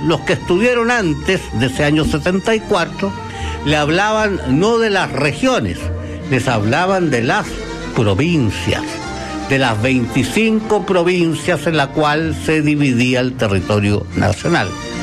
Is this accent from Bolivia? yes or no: no; Chile